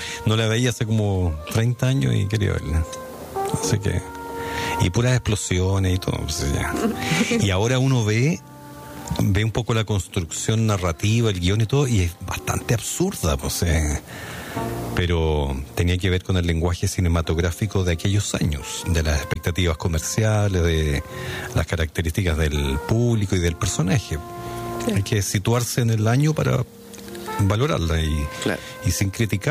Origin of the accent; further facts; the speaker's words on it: Chile; moved away; que soy chileno